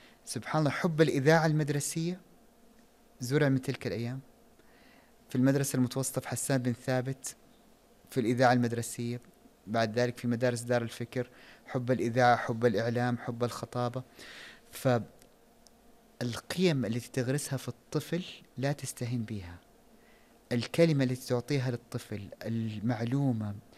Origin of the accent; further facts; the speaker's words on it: Saudi Arabia; فالأصل والأساس هو لغتنا وثقافتنا وقيمنا كسعوديين